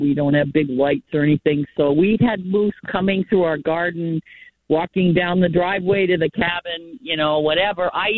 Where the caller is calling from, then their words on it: Hancock County, Maine, United States; we've been out here in Township 32 for 52 years